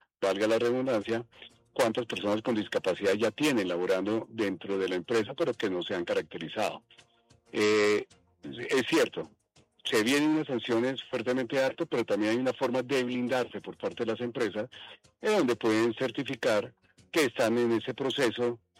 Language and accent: Spanish; Cartagena, Bolívar, Colombia; hace días me voy para Cartagena Yo soy cartagenero